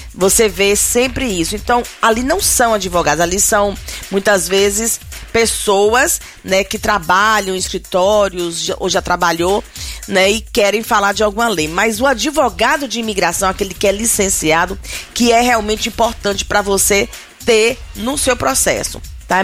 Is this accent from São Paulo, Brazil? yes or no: no; Bahia, Brazil; now in Waltham, United States; como a gente fala lá na Bahia, né?